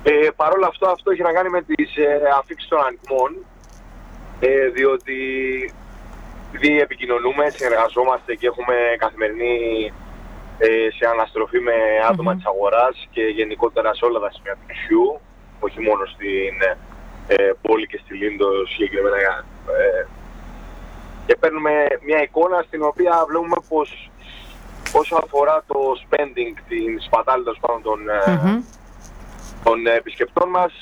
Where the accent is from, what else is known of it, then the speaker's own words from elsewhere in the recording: Greece; εμάς ως Έλληνες